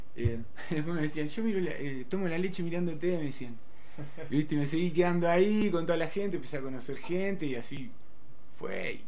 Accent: La Plata, Buenos Aires Province, Argentina; also born or lived in Merlo; yo nací acá en La Plata.

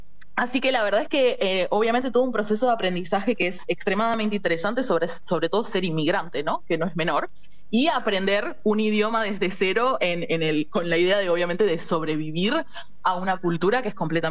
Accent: Argentina; moved away as an adult; now in Canada; Argentina sigue siendo Argentina, mi gente está en Argentina, mi cultura está en Argentina

